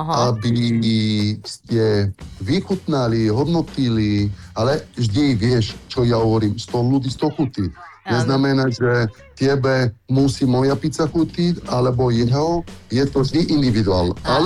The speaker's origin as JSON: {"language": "Slovak", "country": "Italy", "second_language": "Slovak", "moved": "as an adult", "lives_now": "Slovakia", "said": "Doma budem vždy v Taliansku, lebo keď prejdem tie hranice, je vo mne nejaká iná emócia, mm-hmm. ktorá sa nedá vysvetliť slovami. A Taliansko je vždy domov."}